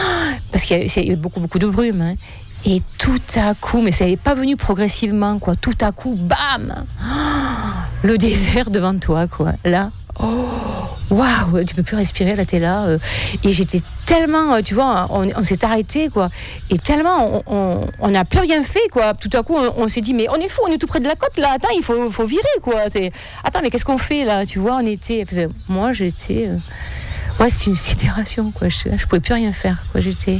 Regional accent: Sète, Occitanie, France; petite Sétoise

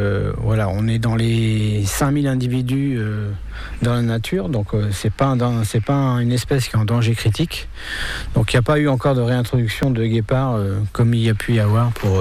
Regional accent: France; chez nous, en France

